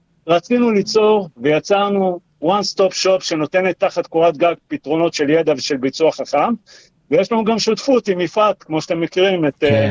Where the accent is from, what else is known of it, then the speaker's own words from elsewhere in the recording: Haifa, Haifa District, Israel; אני יליד חיפה